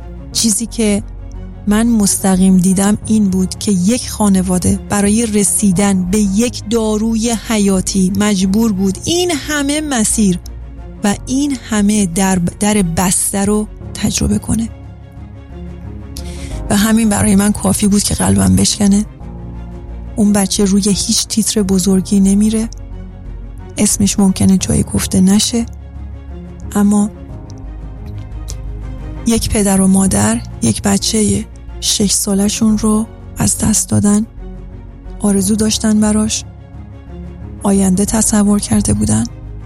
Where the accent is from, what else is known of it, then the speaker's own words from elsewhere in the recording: Iran; من به عنوان یه ایرانی